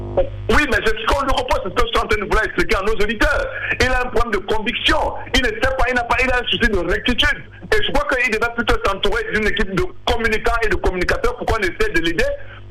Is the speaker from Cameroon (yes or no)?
yes; Cameroon; en tant que Camerounais